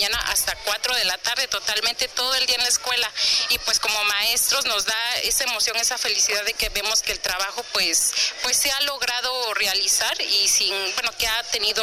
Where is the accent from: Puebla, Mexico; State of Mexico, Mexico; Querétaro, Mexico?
Puebla, Mexico; San Luis Atolotitlán; Pues venimos de la comunidad de San Luis Atolotitlán, municipio de Caltepec, Puebla.